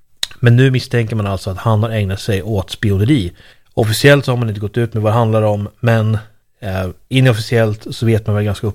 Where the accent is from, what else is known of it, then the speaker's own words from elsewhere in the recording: Uppsala, Uppsala County, Sweden; De bodde i min hemstad Uppsala, och Peyman Kia och hans bror som är sitter gripna nu, de växte upp i Gottsunda i Uppsala, bara några stenkast från där jag växte upp.